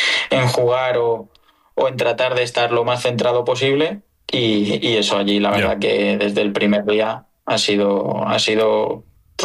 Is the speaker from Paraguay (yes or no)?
no; Spain; Ya no solo como aficionado, sino también como español.